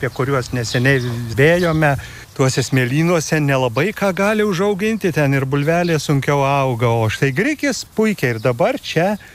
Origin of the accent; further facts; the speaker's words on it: Suvalkija, Lithuania; aš esu tik tai stambių ūkininkų palikuonis, tolimas palikuonis. Negaliu atsakyti. Mano krašte suvalkiai grikių neaugino.